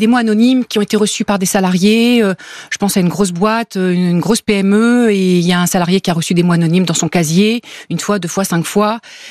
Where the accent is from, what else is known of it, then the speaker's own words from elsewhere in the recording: France; je précise que je suis française et que je fais une écriture étrangère.